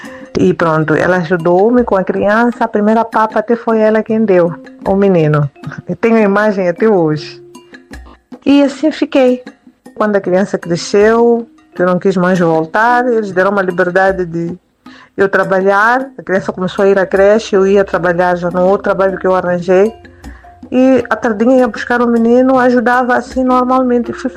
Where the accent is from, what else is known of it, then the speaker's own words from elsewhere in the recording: Mozambique; moved away as an adult; Saí de Moçambique já adulta, já era mãe. Por que que eu emigrei? Eu emigrei porque tive uma oportunidade de emigrar.